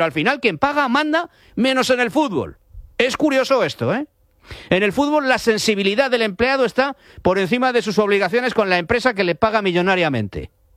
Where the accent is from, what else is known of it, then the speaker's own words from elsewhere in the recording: Madrid, Community of Madrid, Spain; born there; yo soy madridista porque nací en Madrid, que es la capital de España.